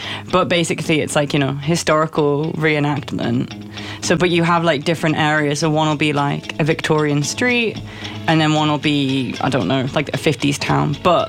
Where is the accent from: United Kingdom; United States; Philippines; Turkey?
United Kingdom; I think also as a Brit.